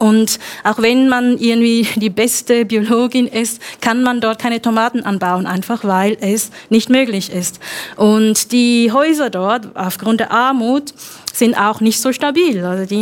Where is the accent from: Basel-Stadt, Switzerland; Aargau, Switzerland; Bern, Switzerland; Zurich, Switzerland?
Zurich, Switzerland; moved away as an adult; now in Bayreuth, Germany; ich bin aus Zürich, im Zürcher Unterland aufgewachsen.